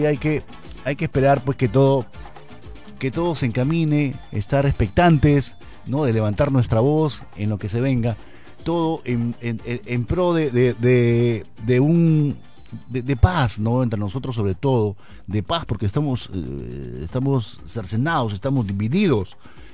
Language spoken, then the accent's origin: Spanish; Peru; Como todo peruano lo deseamos.